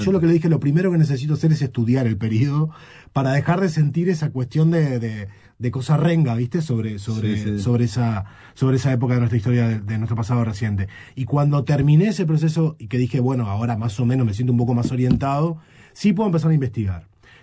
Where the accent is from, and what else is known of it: Rodríguez, San José, Uruguay; born there; moved away